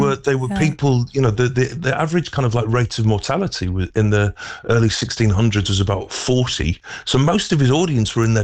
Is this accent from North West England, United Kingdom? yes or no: yes; Stockport, North West England, United Kingdom; And I'm from Stockport, you know, I'm from the kind of suburban edges of Manchester.